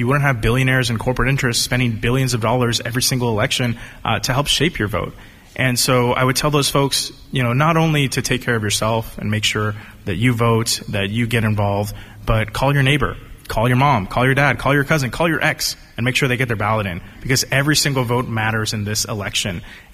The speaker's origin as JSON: {"language": "English", "town": "Bakersfield", "region": "California", "country": "United States", "tie": "born or raised there", "said": "As a son of immigrants from Mexico, I grew up in Bakersfield in a working class family"}